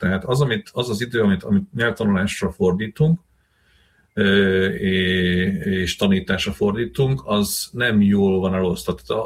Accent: Slovakia; born or raised there

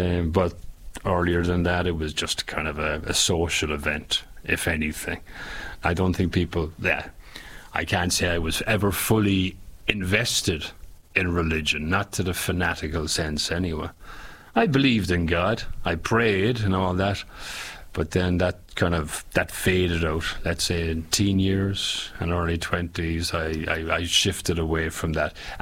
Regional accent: Ireland; Okay, I grew up in Ireland. I was born in the 70s. Let's say, grew up in the 80s.

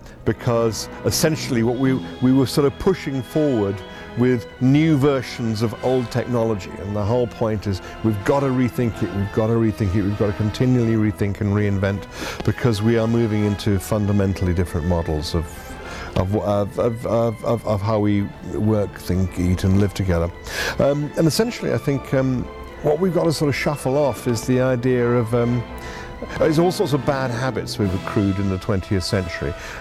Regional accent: United Kingdom; I'm British and we are pedantic.

